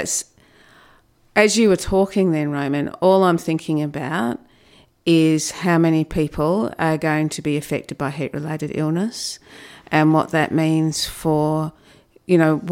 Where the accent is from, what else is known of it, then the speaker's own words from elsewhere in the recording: Broken Hill, New South Wales, Australia; you know, I grew up in Broken Hill. We're kind of bred tough up there when it comes to heat.